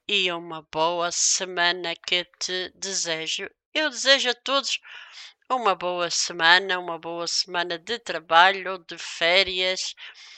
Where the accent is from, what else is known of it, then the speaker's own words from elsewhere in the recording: Porto Santo, Madeira, Portugal; para a Ilha da Madeira, para a minha terra natal, para o Porto Santo, para a Ilha Dourada.